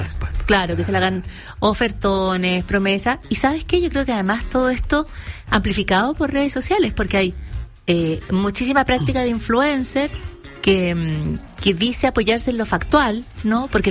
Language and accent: Spanish; Chile